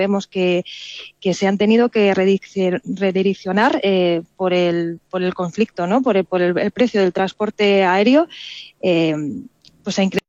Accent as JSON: {"language": "Spanish", "country": "Spain"}